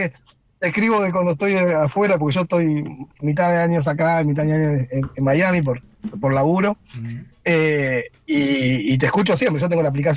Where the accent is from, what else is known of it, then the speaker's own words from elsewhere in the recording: Buenos Aires, Argentina; Vos sos de Zona Norte, yo también, yo soy de Burlingame, o sea, estamos cerca.